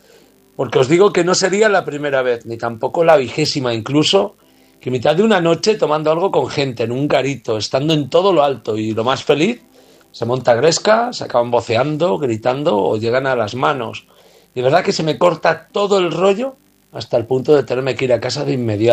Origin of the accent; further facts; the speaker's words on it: Castile, Spain; Soy el castellano que se enamoró de V